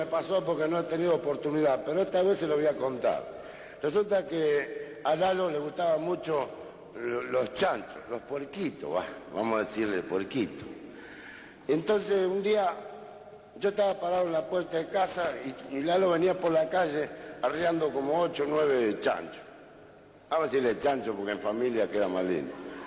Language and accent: Spanish; Luján, Buenos Aires Province, Argentina; nosotros somos nacidos y criados en Luján.